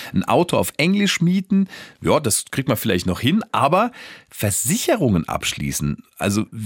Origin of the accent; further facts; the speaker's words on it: Saarland, Germany; In Berlin, Hamburg, Sachsen, nehme ich an, kommen wir als Saarländer alle gut zurecht, rein sprachlich gesehen.